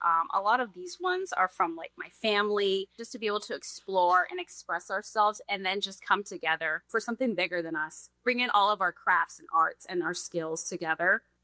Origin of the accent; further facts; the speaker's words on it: Des Moines, Iowa, United States; I'm from Des Moines. How I got into pinup was in the Des Moines area.